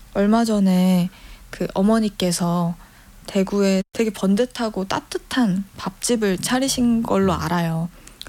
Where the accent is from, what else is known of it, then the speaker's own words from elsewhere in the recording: Chungcheong, South Korea; 저는 충청도 사람이라